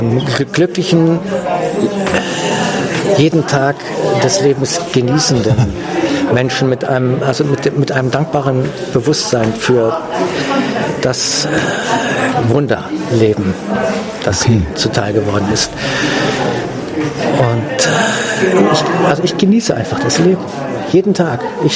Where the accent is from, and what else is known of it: Northern Germany, Germany; born or raised there